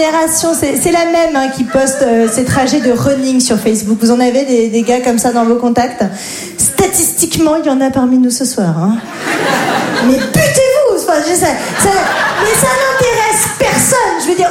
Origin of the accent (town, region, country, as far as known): Grand Est, France; born or raised there